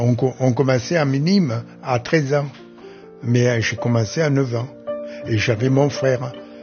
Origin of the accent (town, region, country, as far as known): Marseille, Provence-Alpes-Côte d'Azur, France; born or raised there